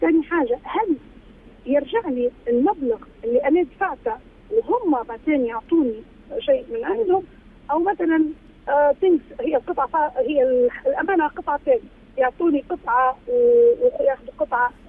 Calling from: Libya; accent: Libyan; نقول احنا بالليبي

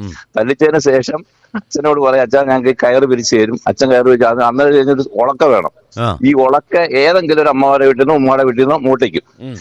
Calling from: Kerala, India; ശങ്കരാമൂല.

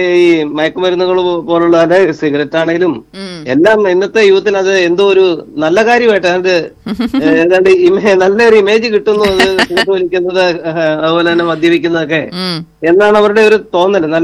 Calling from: Kanjirappally, Kerala, India; ഞാൻ കാഞ്ഞിരപ്പള്ളിയിൽ നിന്നാണ്.

